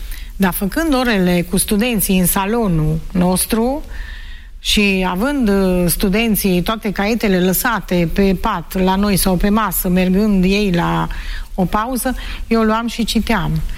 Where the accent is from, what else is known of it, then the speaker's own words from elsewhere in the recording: Romania; noi suntem români